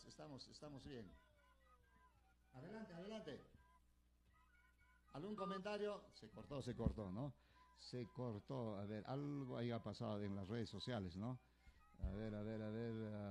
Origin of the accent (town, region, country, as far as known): Rosaspata, Puno, Peru